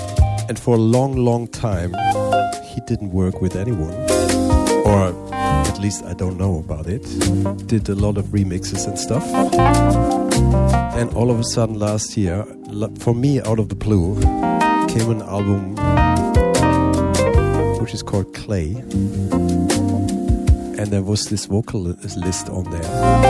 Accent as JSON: {"language": "English", "town": "Copenhagen", "region": "Capital Region of Denmark", "country": "Denmark", "said": "I am an instrument from Denmark, Copenhagen."}